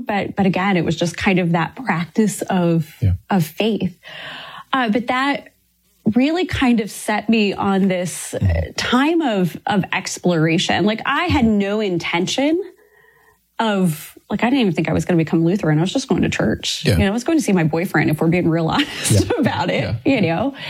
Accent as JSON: {"language": "English", "region": "Ohio", "country": "United States", "tie": "born or raised there", "said": "So I grew up in a very rural part of Ohio."}